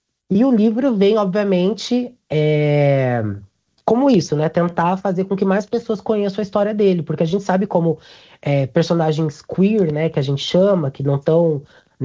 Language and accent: Portuguese; Rio Grande do Sul, Brazil; Eu sou gaúcho.